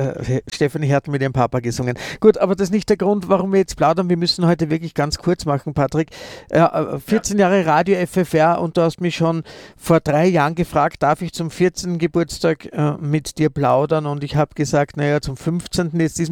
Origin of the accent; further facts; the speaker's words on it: Austria; ich als Österreicher